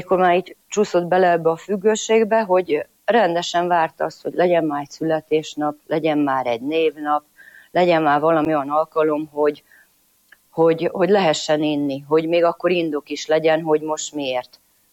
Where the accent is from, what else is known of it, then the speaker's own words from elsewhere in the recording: Szentpéterfa, Vas, Hungary; first language Croatian; Hungarian is a second language; Vas megyéből, egy horvát faluból származom, horvát az anyanyelvem. Szentpéterfa Szombathelytől egy olyan 25 kilométerre van. Egy teljesen normális katolikus családból származom.